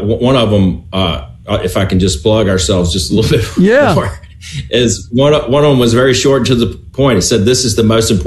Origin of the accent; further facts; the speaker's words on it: Mississippi, United States; we also have a big Lebanese, powerful Lebanese community here culturally, especially I'm from the Delta.